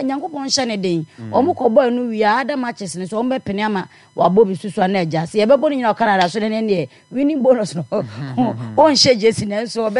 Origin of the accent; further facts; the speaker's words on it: Ghana; as a Ghanaian